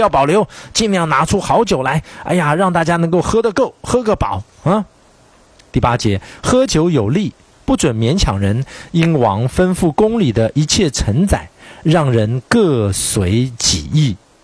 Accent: China

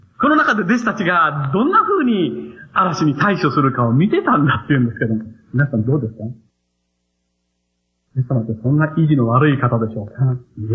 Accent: Nakanohama, Kochi, Japan; 私も子供の頃、四国で育ちましたので、四国のもうジョン万次郎、最初にアメリカに日本人として行ったジョン万次郎を生んだですね、その中野浜っていうところで育ったわけです。

